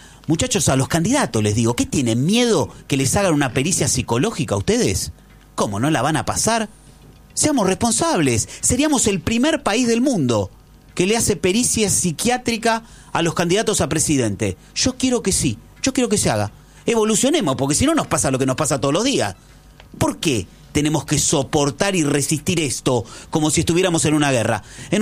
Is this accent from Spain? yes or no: no; Argentina; como argentino, 47 millones de argentinos que somos